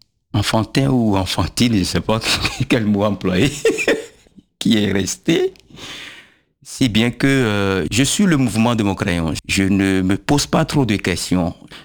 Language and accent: French; Abomey, Zou, Benin; j'ai grandi à Abomey où il y a pas mal de cérémonies qui se passent